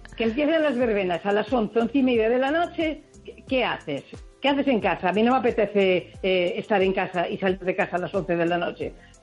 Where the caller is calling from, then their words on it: Spain; Aquí en Campo Longo, estamos en patrón, Santa Margarita.